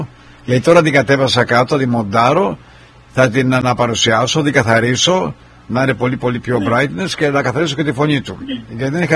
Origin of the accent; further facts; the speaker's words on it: Greece; είμαστε Έλληνες καθεαυτού, 100% Έλληνες.